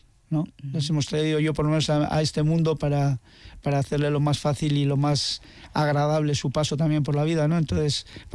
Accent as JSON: {"language": "Spanish", "town": "Zarautz", "region": "Basque Country", "country": "Spain", "said": "¿Qué voy a decir de mi pueblo? El mejor pueblo de Euskal Herria, ¿no? Uh-huh. Es un pueblo pequeño, agradable."}